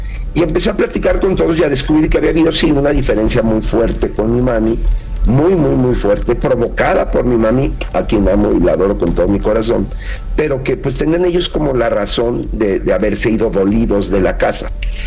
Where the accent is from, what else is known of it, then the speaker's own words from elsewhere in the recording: Mexico; usted no es de aquí, ¿verdad? Le digo, no, soy de México.